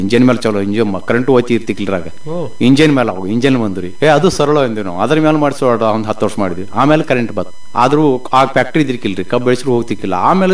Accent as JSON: {"language": "Kannada", "region": "Karnataka", "country": "India", "tie": "born or raised there", "lives_now": "father's village", "said": "ನಮ್ಮ ಊರ ತಪ್ಸಿಕೆ ಮುಣಕುಲ್ರಿ, ಗೋಕಾಕ್ ತಾಲೂಕ ಹಳ್ರಿ ಅರವಾ ವಿಭಾಗ. ನಮ್ಮ ತಾಯಿ ಊರ ಪಟ್ಟುಕುಂದ್ರಿ. ನಾವು ವಿದ್ಯಾ ಕಲಿತದ್ದು ನಮ್ಮ ತಾಯಿ ಊರಾಗ, ಈಗ ನಾವು ಇರುದು ನಮ್ಮ ತಂದೆ ಊರಾಗ."}